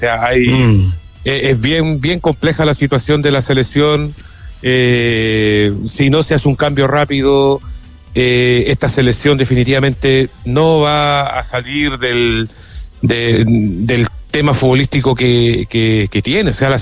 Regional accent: Chile; Pero el producto selección chilena está por el piso. O sea, lamentablemente somos los últimos de Sudamérica

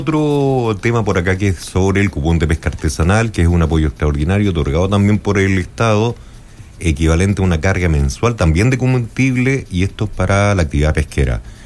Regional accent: Chile; Así somos los chilenos.

